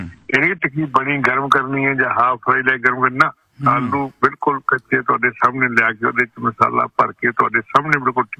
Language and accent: Punjabi; Amritsar, Punjab, India; ਪਰ ਅਸੀਂ ਅੰਮ੍ਰਿਤਸਰ ਦੇ ਰਹਿਣ ਵਾਲੇ